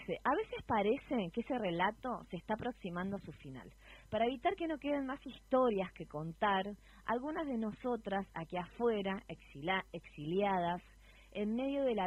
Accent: Argentina; a nosotras como argentinas y como latinoamericanas

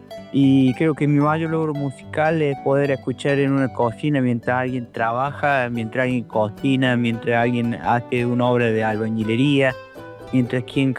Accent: Villa Dolores, Córdoba, Argentina; now in Alta Gracia area, Córdoba, Argentina; soy músico del Valle detrás de Sierra, nacido en la ciudad de Villa Dolores, mi querida ciudad de Villa Dolores, actualmente afincado por el lago de Parabachasca, cerca de Altagracia, siempre habitante de la parte serrana de Córdoba

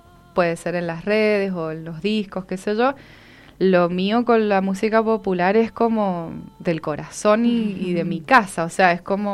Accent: San Rafael, Mendoza, Argentina; born there; moved away; yo nací en San Rafael, y no me digan nada con eso de que, ay, que es otra provincia.

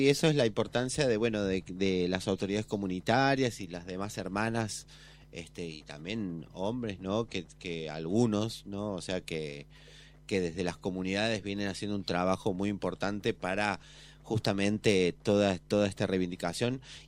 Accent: Córdoba, Argentina; nosotros somos comechingones

